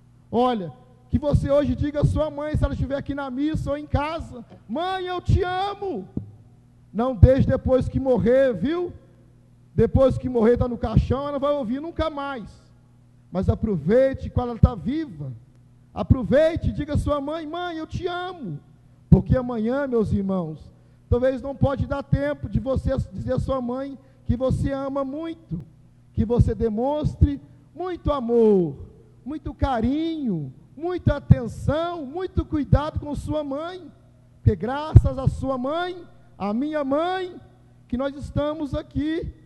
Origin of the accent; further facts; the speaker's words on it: Santos Dumont, Minas Gerais, Brazil; lá em Santos Dumont, na minha cidade, onde eu cresci.